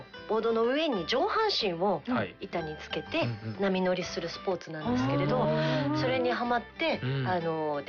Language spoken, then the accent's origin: Japanese; Asahi, Chiba, Japan; 私のふるさとは千葉県の旭市というところなんですけれども